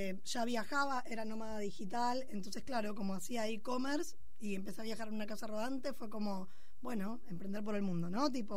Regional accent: Argentina; moved away as an adult; now in Catalonia, Spain; ahora soy una argentina viviendo en España, en Cataluña, creando una nueva vida que me encanta, y que trae mucha historia.

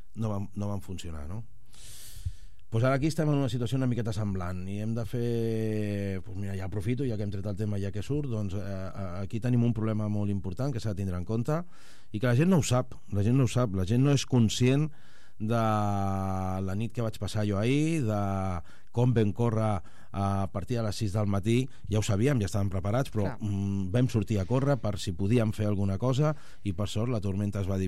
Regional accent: El Prat de Llobregat, Catalonia, Spain; plantem perquè som del Prat

